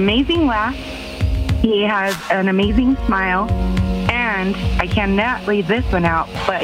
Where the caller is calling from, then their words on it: Pueblo, Colorado, United States; I'm calling in from Pueblo, Colorado.